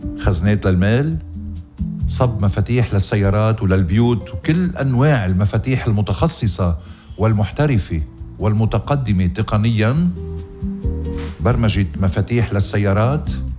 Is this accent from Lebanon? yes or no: yes; Lebanon; بوطننا لبنان. هيدي ثقافتنا، هيدا نحنا يا لبنانية.